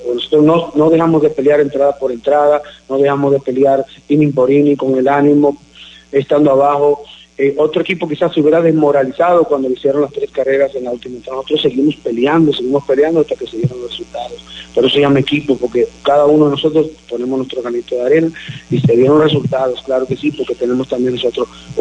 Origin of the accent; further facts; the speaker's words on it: Dominican Republic; moved away as an adult; also born or lived in Camargo, Chihuahua, Mexico; now in Mérida, Mexico; yo soy dominicano originario, yo viví en Camargo, Chihuahua muchos años, donde tengo mis hijas, y ahorita resido normalmente en Mérida de Yucatán